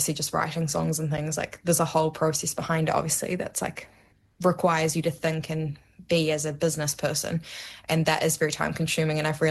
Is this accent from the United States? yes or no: no; Amsterdam, North Holland, Netherlands; moved away; I am from Holland